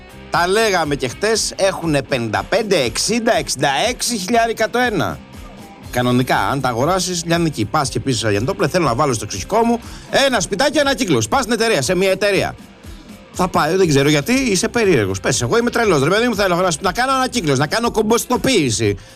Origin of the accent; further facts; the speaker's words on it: Greece; σαν Έλληνας